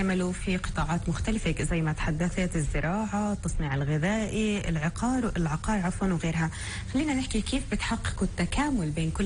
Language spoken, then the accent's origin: Arabic; Palestine